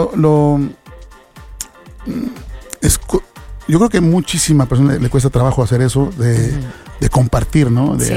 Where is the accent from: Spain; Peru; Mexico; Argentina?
Mexico; Realmente somos mexicanos y esa lo tenemos en el ADN, la fiesta.